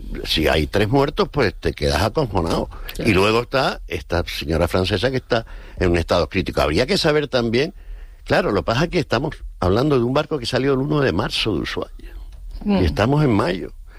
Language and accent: Spanish; Canary Islands, Spain